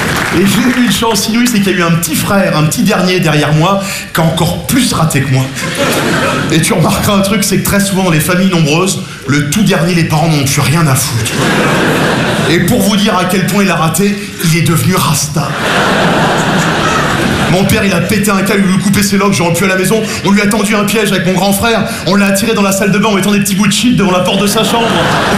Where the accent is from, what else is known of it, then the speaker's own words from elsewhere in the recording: Nogent-sur-Marne, Île-de-France, France; J'ai grandi à Nogent-sur-Marne, je suis passionné qui peut. Petite banlieue très bourgeoise, genre la Marne, les guinguettes, la fête du petit vin blanc, vous connaissez?